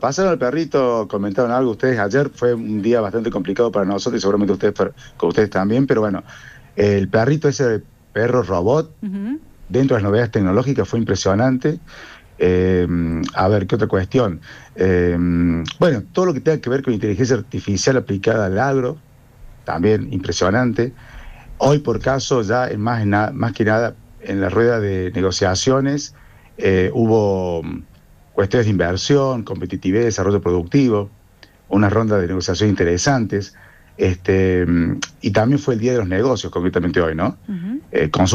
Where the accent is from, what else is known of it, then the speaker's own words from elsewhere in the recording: Córdoba, Argentina; Yo de la ciudad de Córdoba